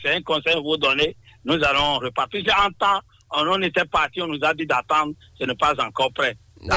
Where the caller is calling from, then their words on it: Cotonou, Littoral, Benin; De Cotonou, Michel, au 5e arrondissement.